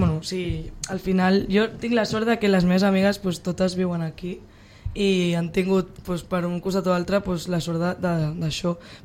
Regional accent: Sitges, Catalonia, Spain; moved away as an adult; now in Ribes, Spain; que es veu Sitges amb tot el mar i més ara a l'estiu, que està el mar com brillant, i penso, és que és casa meva

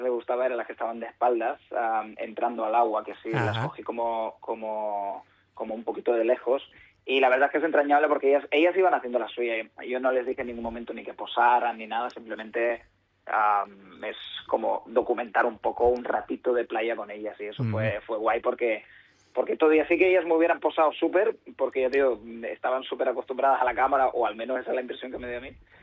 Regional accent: Sant Pere de Ribes, Catalonia, Spain; Jo soy de Sant Pere de Ribes.

